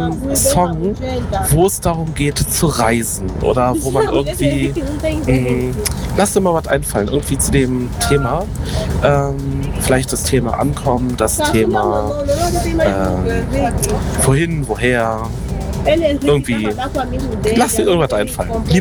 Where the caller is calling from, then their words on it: Hildesheim, Lower Saxony, Germany